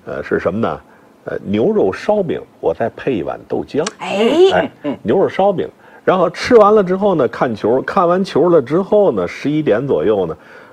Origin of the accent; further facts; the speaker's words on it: Tianjin, China; 我是这样，我是天津的早点，我都爱吃。